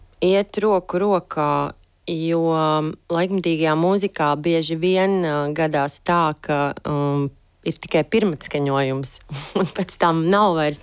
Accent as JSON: {"language": "Latvian", "region": "Riga", "country": "Latvia", "tie": "born or raised there", "said": "Es esmu izteikts pilsētas bērns bijis un uzaugusi pilnīgā centrā Elizabetes un Brīvības ielas."}